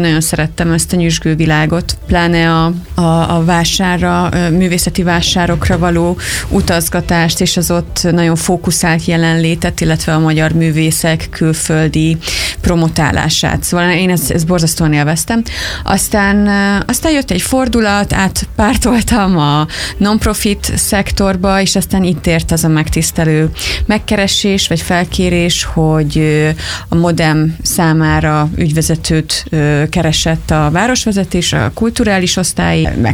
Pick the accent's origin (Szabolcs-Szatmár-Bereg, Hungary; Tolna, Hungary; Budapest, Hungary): Budapest, Hungary; moved away as an adult; now in Debrecen, Hungary; én budapesti születésű vagyok, mindig is itt éltem